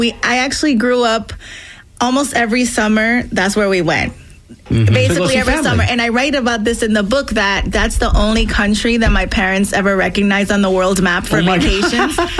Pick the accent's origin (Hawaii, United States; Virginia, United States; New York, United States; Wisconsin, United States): New York, United States; Brooklyn; Well, I was born in Brooklyn, New York, and I grew up in the early 90s in what I would describe as a very Dominican building. I grew up in the Crown Heights neighborhood of Brooklyn